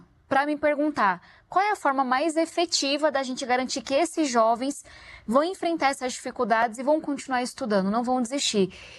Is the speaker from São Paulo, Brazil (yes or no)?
yes; São Paulo, Brazil; Eu nasci e criada em São Paulo.